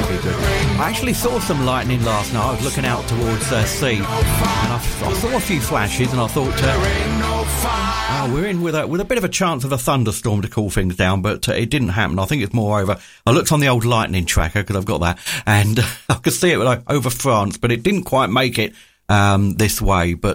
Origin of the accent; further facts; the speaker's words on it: Derby, East Midlands, United Kingdom; I hail from Derby.